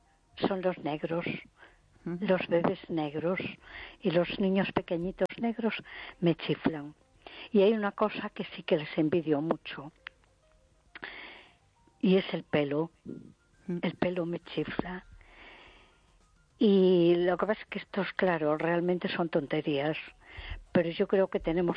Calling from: A Coruña, Galicia, Spain; de Coruña.

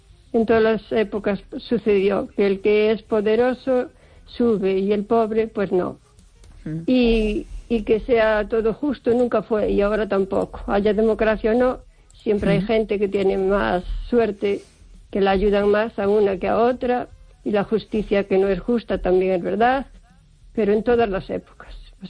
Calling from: O Carballiño, Galicia, Spain; de Carballiño.

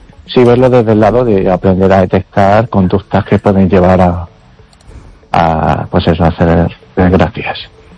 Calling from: Vigo, Galicia, Spain

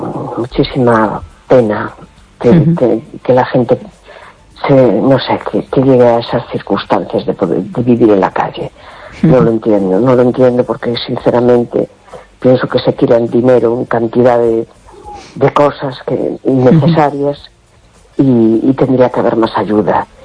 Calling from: A Coruña, Galicia, Spain; de La Coruña.

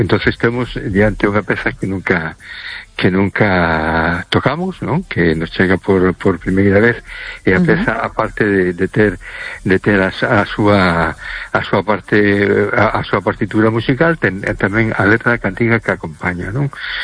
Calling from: A Coruña, Galicia, Spain; Hola, boa noite … de Coruña, que tal estamos?

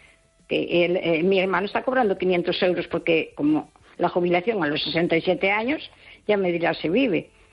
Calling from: Spain

